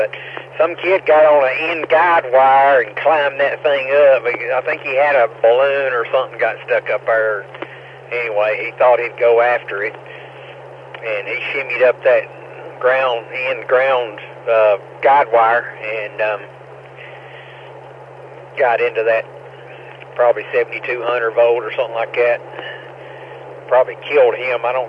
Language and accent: English; Cleveland, United States; now in Sheridan, United States; So anyway, I'm born and raised in Cleveland, but right now I'm living in about central, well, about 40 miles south of Little Rock.